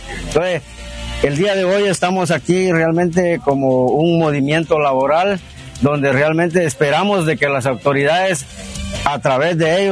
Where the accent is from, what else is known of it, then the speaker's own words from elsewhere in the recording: Petén, Guatemala; nosotros los peteneros tenemos una fortuna aquí en Petén